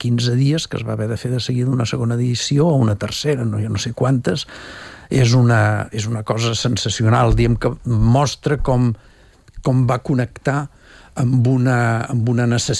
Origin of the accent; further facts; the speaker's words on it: Terrassa, Catalonia, Spain; es nota que sóc de Terrassa